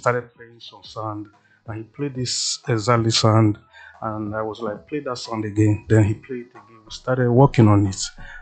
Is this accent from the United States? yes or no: no; Benin City, Edo, Nigeria; Born high. I'm from Benin City.